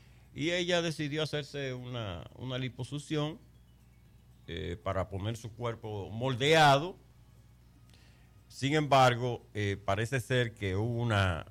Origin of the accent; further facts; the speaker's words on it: Mao, Valverde, Dominican Republic; Yo soy de la Gastón Fernando de Lima.